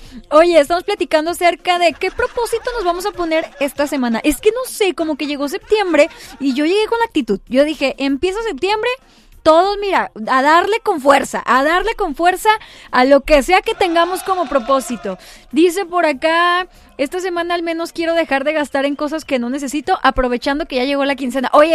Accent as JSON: {"language": "Spanish", "country": "Mexico", "said": "esas fiestas que nos unen como mexicanos"}